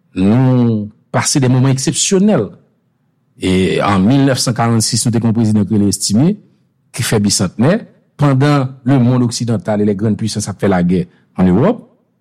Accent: Haiti; Donc, c'est pas parce qu'on est fier qu'on est haïtien

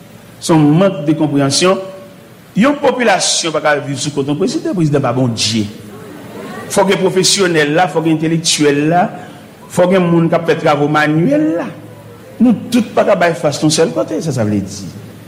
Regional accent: Haiti; nous même haïtien chrétien

